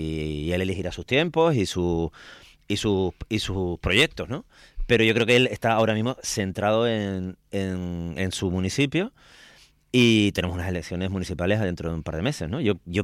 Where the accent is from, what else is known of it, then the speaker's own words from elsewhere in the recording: San Cristóbal de La Laguna, Canary Islands, Spain; ahora voy a hablar como lagunero